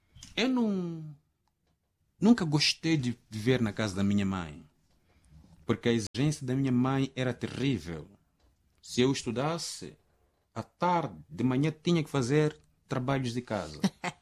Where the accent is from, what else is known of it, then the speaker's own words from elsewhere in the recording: Zambezia, Mozambique; Mas ela tinha se casado numa outra região, numa outra margem do rio, chamado Gurai, onde eu nasci.